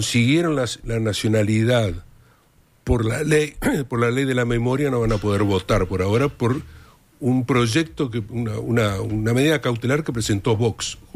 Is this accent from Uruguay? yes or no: yes; Uruguay